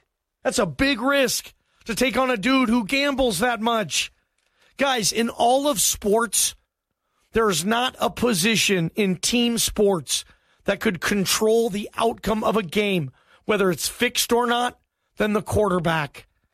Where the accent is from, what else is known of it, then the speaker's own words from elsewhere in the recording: Georgia, United States; born there; Ooh, I was born in Georgia, Stuart. I bet you didn't know that.